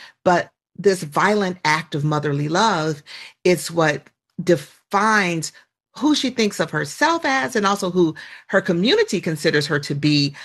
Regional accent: the South, United States; I was overdressed because I'm a Southerner and we dress for things.

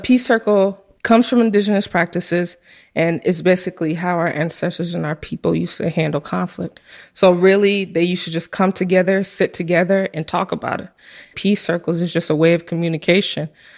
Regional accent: Evanston, Illinois, United States; moved away as an adult; now in Chicago, United States; I grew up in Evanston my whole life.

